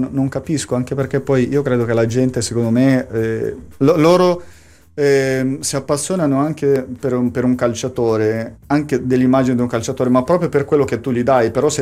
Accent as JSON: {"language": "Italian", "country": "Brazil", "said": "noi veniamo dal Brasile, di un paese che secondo me al di là di adesso, no?"}